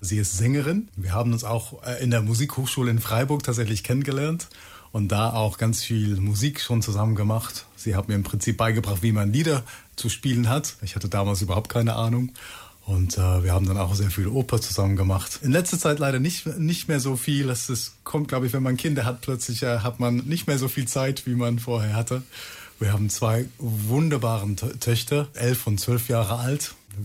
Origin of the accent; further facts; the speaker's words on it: South West England, United Kingdom; Und das ist auch eine sehr schöne Gegend, wo ich herkomme, im Süden, im Südwesten, da in der Nähe von Exeter.